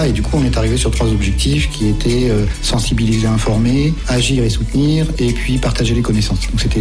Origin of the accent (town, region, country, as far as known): Poule-les-Écharmeaux, Auvergne-Rhône-Alpes, France